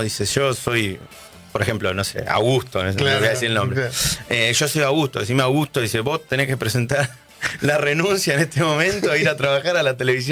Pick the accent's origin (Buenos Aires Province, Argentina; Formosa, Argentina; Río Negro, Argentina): Buenos Aires Province, Argentina; Tres Arroyos; los locutores de Tres Arroyos, de donde soy, Tres Arroyos, provincia de Buenos Aires.